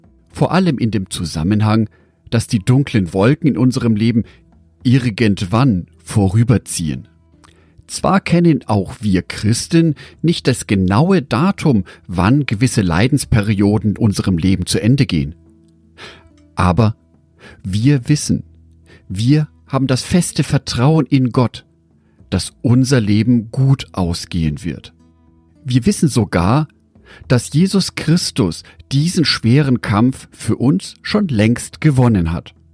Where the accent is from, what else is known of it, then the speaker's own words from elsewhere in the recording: Düsseldorf, North Rhine-Westphalia, Germany; born there; Aus meiner Geburtsstadt Düsseldorf kommt die Punkband